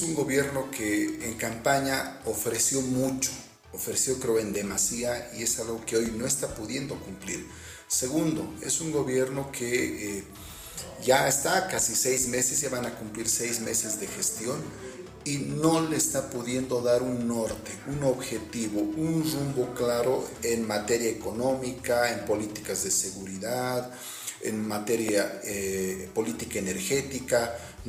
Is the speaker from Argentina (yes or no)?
no; Bolivia